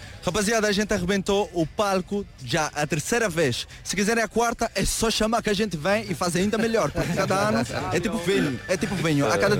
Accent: Venezuela; now in Madeira, Portugal; Eu sou venezuelano, mas eu já estou aqui na Madeira há 22 anos.

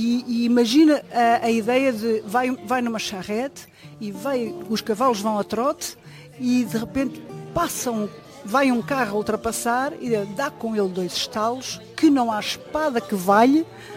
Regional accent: Santarém, Portugal; àquilo que eu vivenciei e aquilo que eu vi quando era menina e moça em Santarém.

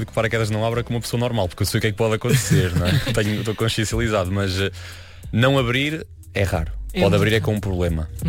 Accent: São João da Madeira, Norte, Portugal; born there; now in Évora, Portugal; Quando eu era mais novo, morava no norte de Portugal, em São João da Madeira, que é de onde eu sou.

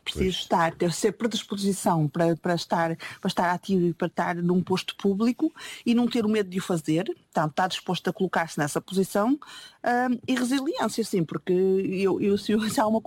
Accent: Norte, Portugal; porque é o grau de festa, e como minhota faço questão de ir, os meus filhos adoram ir, e a gente está lá, passa lá tempo com os meus pais

